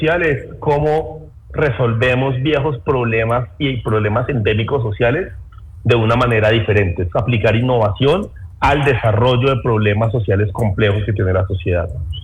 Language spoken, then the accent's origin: Spanish; Pereira, Risaralda, Colombia; eso dice mucho de lo que somos los pereiranos